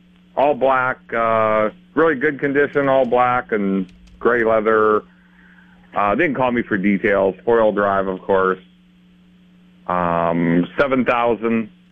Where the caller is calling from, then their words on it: Chancellor, South Dakota, United States; Chancellor.